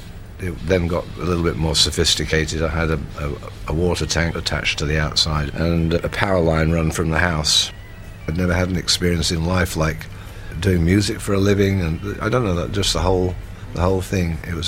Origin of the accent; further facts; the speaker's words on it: Cheadle Hulme, North West England, United Kingdom; also born or lived in Macclesfield; I was born in Macclesfield is because my father was a drinker and that was where his favourite pub was. But we lived in Cheadleham, which was in Cheshire. That's where I grew up.